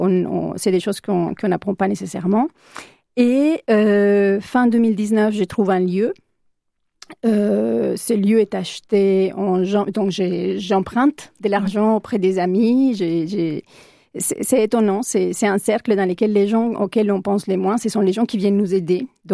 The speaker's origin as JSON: {"language": "French", "country": "Colombia", "moved": "as an adult", "lives_now": "Bordeaux, France", "said": "moi-même, je viens de la Colombie et qui après être arrivée sur Bordeaux en 2017, quelque chose comme ça"}